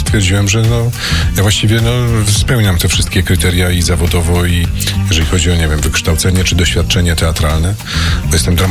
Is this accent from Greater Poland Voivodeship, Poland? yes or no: yes; Ślesin, Greater Poland Voivodeship, Poland; Ja jestem ze Ślesina, więc on mi jest jakby najbliższy.